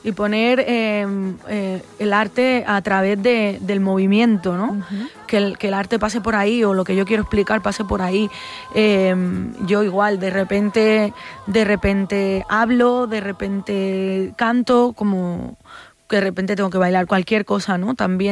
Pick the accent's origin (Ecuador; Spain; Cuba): Spain; Barcelona, Catalonia; Yo soy de Barcelona